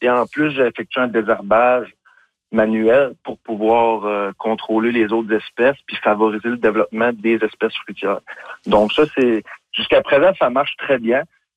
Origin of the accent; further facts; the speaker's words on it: Rivière-Saint-Jean, Quebec, Canada; pouvoir rester chez nous en faisant à mon village natal de Rivière-Saint-Jean